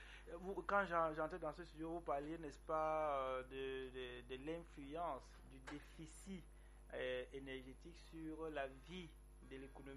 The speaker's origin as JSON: {"language": "French", "country": "Cameroon", "said": "nous sommes Camerounais"}